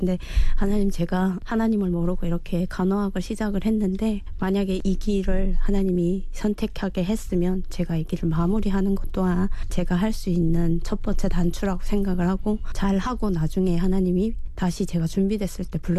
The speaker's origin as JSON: {"language": "Korean", "country": "North Korea", "tie": "born there", "said": "북한에서 태어난 게"}